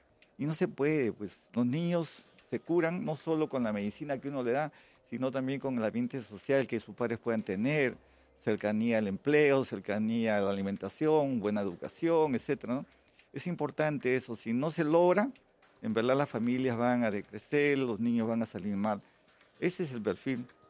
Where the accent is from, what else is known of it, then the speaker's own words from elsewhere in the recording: Ventanilla, Callao, Peru; como la zona sur del Callao, los barracones, por ahí nací. Hice la primaria en el Callao, en el Colegio de Sabogal, que ya no está. La secundaria la hice en Ventanilla, es una población pobre